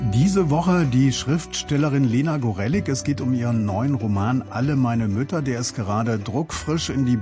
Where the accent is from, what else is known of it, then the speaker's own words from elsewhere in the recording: Mannheim, Baden-Württemberg, Germany; Anne-Dore, ihr habt euch ausgerechnet in Mannheim getroffen. Da komme ich ja her.